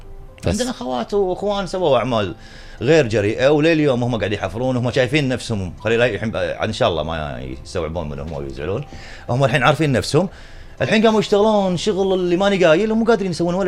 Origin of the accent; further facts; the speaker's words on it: Kuwait; مهما كنا ككويتيين